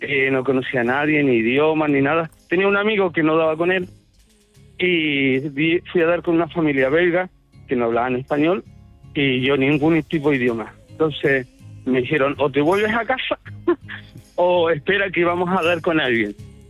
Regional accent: Chile; moved away as an adult; now in Tenerife, Spain; Sí, bueno, yo soy chileno, llegué aquí hace 34 años, 30 en Tenerife.

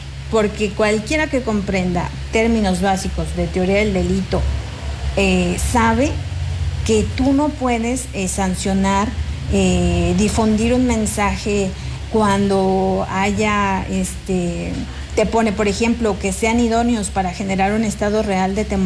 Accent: San Luis Potosí, Mexico; Pero soy una ciudadana, soy potosina y tengo mucha preocupación porque este no es el San Luis que yo quiero para la familia

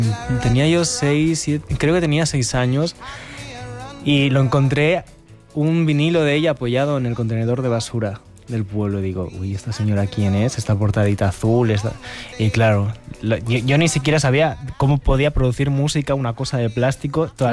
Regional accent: A Guarda, Galicia, Spain; now in Madrid, Spain; Pero yo no sabía que mi pueblo era tan conocido hasta que llegué a Madrid.

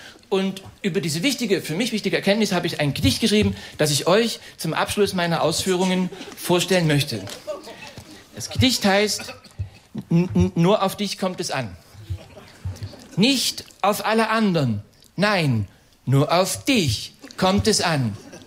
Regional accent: Germany; Ich bin auch im Sozialismus groß geworden mit meiner Mutti.

